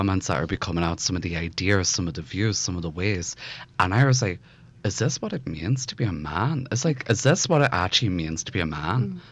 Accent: Belfast, Northern Ireland, United Kingdom; I am 24. I am a Capricorn. I was born in January. And I was born pretty much just off of the Falls Road in West Belfast.

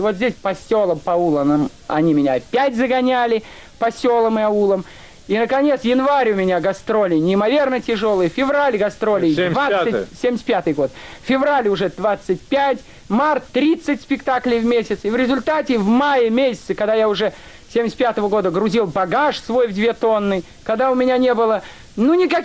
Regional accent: Russia; Но я-то русский, я не еврей.

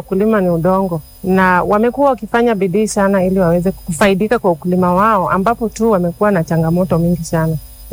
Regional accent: Malava, Kakamega County, Kenya; kule kwetu sehemu za Malava

